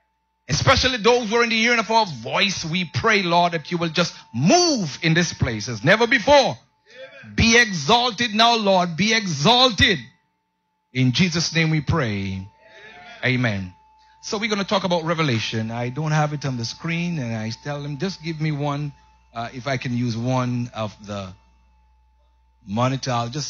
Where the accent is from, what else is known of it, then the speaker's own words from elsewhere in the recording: Southern Belize, Belize; I'm from the South. Deep South.